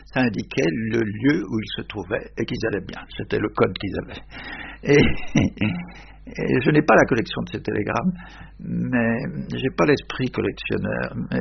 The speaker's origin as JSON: {"language": "French", "town": "Lyon", "region": "Auvergne-Rhône-Alpes", "country": "France", "tie": "born there", "said": "je suis né le 24 juin 1923, il y a donc très longtemps, et je suis né dans la banlieue de Lyon"}